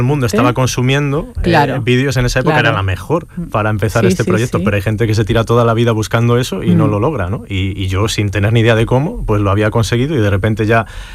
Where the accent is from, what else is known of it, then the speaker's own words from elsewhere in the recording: Salamanca, Castile and León, Spain; now in El Portil, Spain; Yo vengo de Salamanca, sí.